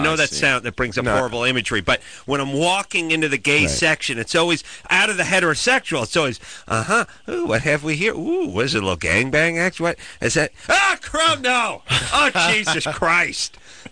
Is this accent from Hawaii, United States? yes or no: no; California, United States; Well, I went to North Hollywood High. I grew up in the San Fernando Valley.